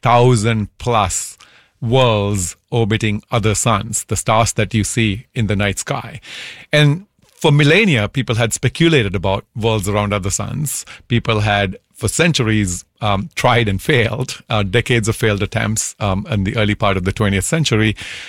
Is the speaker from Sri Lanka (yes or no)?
yes; Sri Lanka; moved away; Back in the 1980s, as a teenager growing up in Sri Lanka, I wrote to the Jet Propulsion Lab